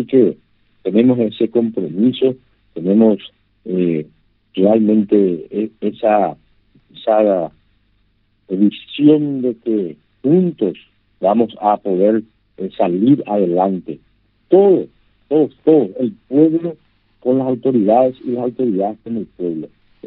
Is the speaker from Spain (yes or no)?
no; Paraguay; estamos muy orgullosos de ser paraguayos.